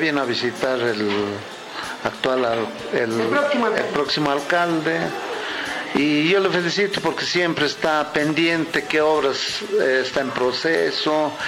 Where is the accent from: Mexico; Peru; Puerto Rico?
Peru; Santa Rosa de Sacco, Junín; Santa Rosa de Saco, mi tierra, que tanto frutos me ha dado